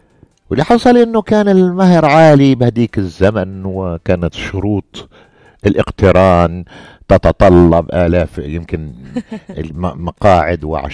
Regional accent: Amman, Amman Governorate, Jordan; moved away as an adult; also born or lived in Italy; وكنت شابا في عمان موظفا بسيطا في وزارة الثقافة

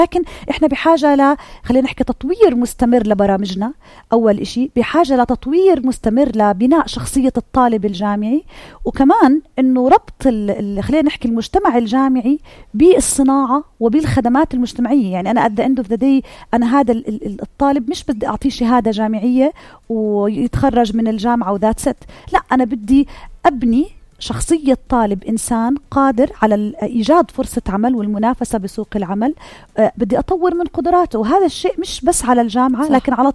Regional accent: Jordan; عدد كبير جدا من المهندسين والمهندسات الموجود عندنا بالأردن

